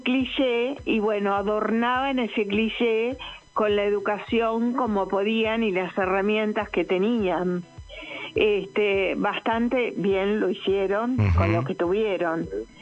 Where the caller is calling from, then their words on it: Acassuso, Buenos Aires Province, Argentina; de Acasuso.